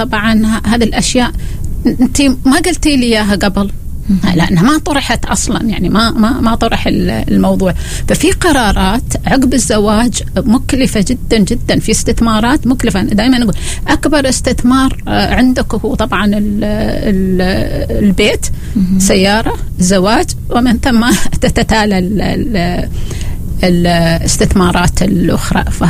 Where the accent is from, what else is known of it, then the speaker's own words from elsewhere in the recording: Oman; عندنا في عمان